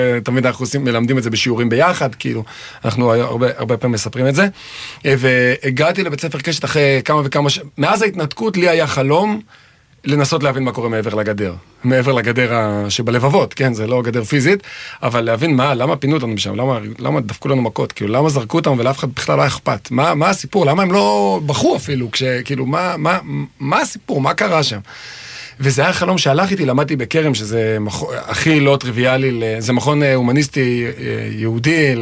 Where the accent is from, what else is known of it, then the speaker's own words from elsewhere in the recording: Judea and Samaria, Israel; גדלתי בשומרון, עדיין. גדלתי בשומרון.